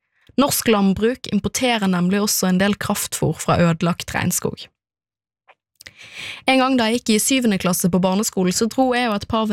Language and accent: Norwegian; Bergen, Vestland, Norway; og jeg vokste opp I Bergen sentrum I en typisk moderne familie